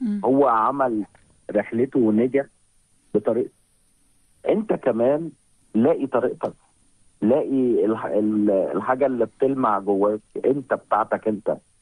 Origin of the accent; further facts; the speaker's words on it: Egypt; عندنا في مصر